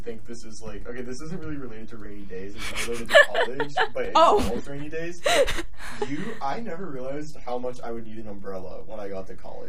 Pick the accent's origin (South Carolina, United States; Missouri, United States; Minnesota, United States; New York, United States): South Carolina, United States; Charleston; now in Washington, D.C., United States; I'm from Charleston, South Carolina. It gets humid here like it does in the south.